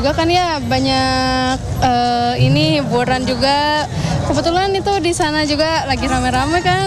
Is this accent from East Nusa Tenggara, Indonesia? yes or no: no; Sukabumi, West Java, Indonesia; Aku dari Sukabumi, tapi lagi main di Cipayung, Jakarta.